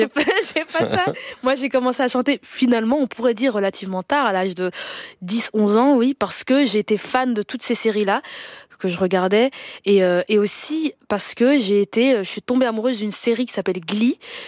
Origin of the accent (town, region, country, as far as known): Denderleeuw, Flanders, Belgium; born or raised there